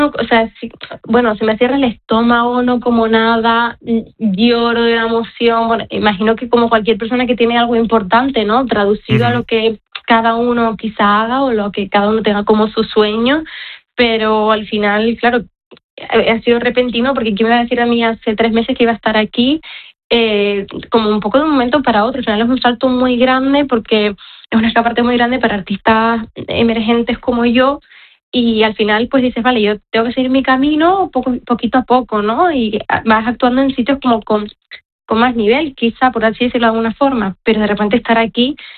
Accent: Tenerife, Canary Islands, Spain; vine de Tenerife, que yo soy de allí

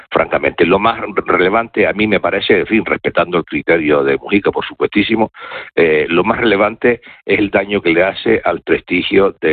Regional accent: Spain; como en general somos los españoles

